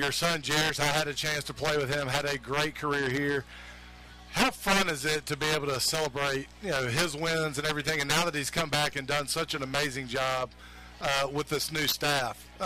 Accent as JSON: {"language": "English", "town": "Montgomery", "region": "Alabama", "country": "United States", "tie": "born or raised there", "said": "Well, growing up in Montgomery, from growing up there and still to this day"}